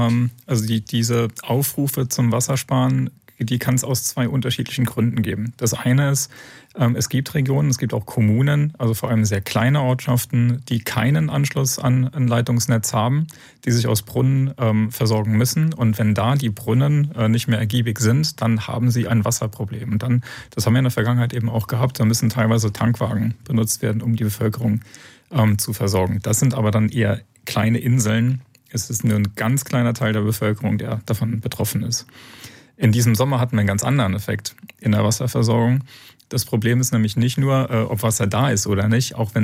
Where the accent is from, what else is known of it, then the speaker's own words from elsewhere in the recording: Leipzig, Saxony, Germany; meine Heimatstadt Leipzig